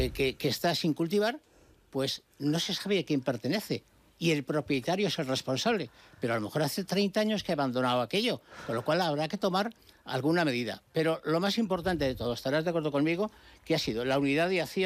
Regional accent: Castile and León, Spain; moved away; en mi pueblo, se llama el de Huela de la Bóveda, en Salamanca, y tendrá, no exagero, pero posiblemente tiene unas 200 hectáreas o 300

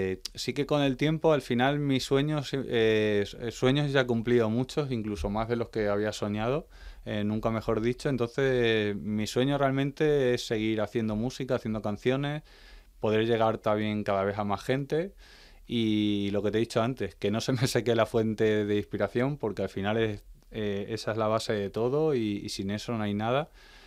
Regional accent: Plasencia, Extremadura, Spain; moved away; hoy es la vez que más tiempo llevo sin tocar en mi ciudad

